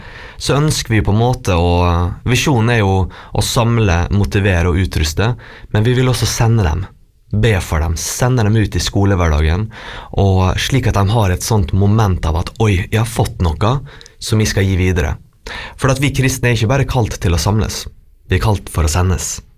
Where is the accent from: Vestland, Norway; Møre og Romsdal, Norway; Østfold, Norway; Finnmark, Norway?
Møre og Romsdal, Norway; Ålesund; Jeg er fra Ålesund